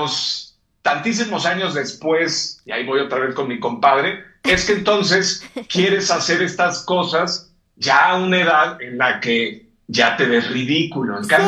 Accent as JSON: {"language": "Spanish", "town": "Cancún", "region": "Quintana Roo", "country": "Mexico", "tie": "born or raised there", "moved": "yes", "said": "yo que crecí en Cancún"}